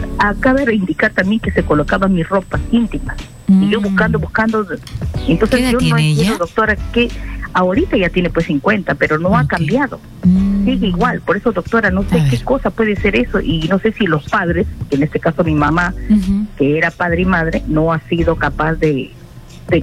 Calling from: Lima, Peru; De Magdalena.

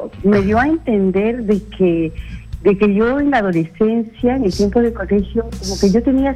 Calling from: Carabayllo, Lima, Peru

